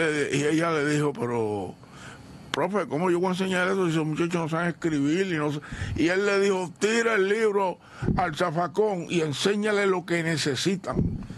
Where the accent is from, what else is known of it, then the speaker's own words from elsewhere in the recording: Canóvanas, Puerto Rico; also born or lived in Río Piedras; now in Carolina, Puerto Rico; yo nací en Río Piedra, pero soy de Canóvana y vivo en Villa Carolina, en la Sexta.